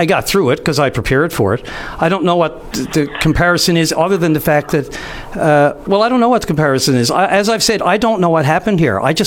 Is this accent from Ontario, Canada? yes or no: no; St. John's, Newfoundland and Labrador, Canada; In the west end of St. John's, down by Barring Park.